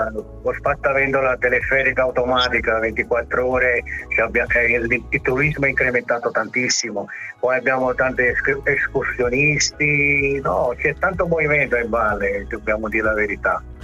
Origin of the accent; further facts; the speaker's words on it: Ischia, Campania, Italy; moved away; Sì, io vengo da Ischia, sono 40 anni che sono qua.